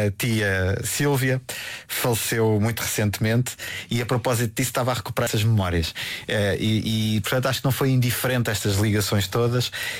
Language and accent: Portuguese; Torres Vedras, Lisbon, Portugal; Eu sou de Torres Vedras, e eu tinha a possibilidade de estar sempre com eles no cinema.